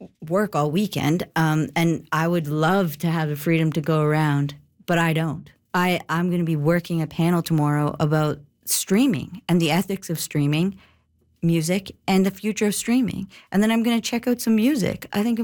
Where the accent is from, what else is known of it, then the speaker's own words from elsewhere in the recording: Toronto, Ontario, Canada; So I grew up in Toronto, and I started playing music, and one of the first places I played was Sackville, New Brunswick.